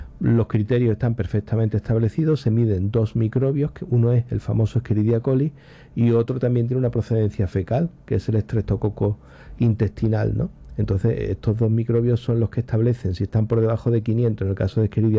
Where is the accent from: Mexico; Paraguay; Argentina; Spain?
Spain; Andalusia; los que somos genéticamente andaluces, pues estamos acostumbrados a lidiar con el calor